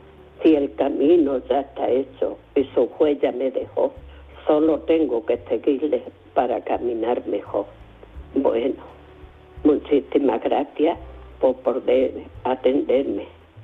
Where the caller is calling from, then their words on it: Algeciras, Andalusia, Spain; de Algeciras.